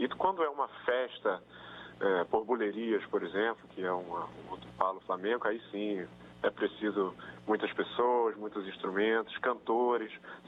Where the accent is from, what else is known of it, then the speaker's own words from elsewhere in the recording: São Gonçalo, Rio de Janeiro, Brazil; moved away as an adult; also born or lived in Niterói; now in Rio de Janeiro, Brazil; eu comecei a vir mais aqui para o Rio de Janeiro, né? Porque eu sou lá de São Gonçalo